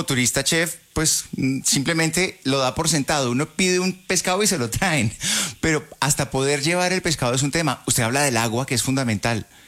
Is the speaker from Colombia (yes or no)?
yes; Colombia; Estuvimos en un paseo obligado para quienes crecimos en Colombia y es ir a Playa Blanca.